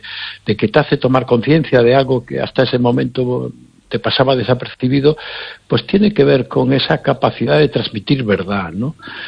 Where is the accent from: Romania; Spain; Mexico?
Spain; Galicia; yo, como todos los gallegos, pues hemos tenido la suerte de que nuestros antepasados, en mi caso mi abuela, en la Lareira, en Ans, en Carral, pues en los veranos nos contaba historias